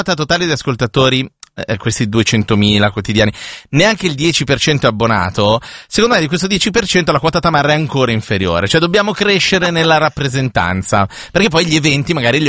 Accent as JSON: {"language": "Italian", "town": "Milan", "region": "Lombardy", "country": "Italy", "said": "sono della Barona"}